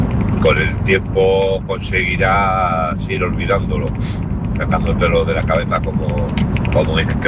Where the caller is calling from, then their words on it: Barcelona, Catalonia, Spain; de Barcelona, pero como siempre en ruta por España con mi camión.